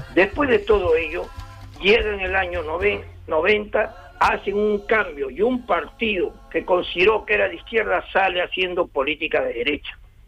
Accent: Peru; now in Almería, Spain

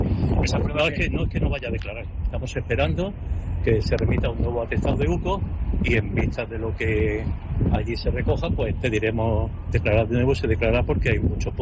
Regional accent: Granada, Andalusia, Spain; le recuerdo a todos que soy de Granada y estamos en fiestas

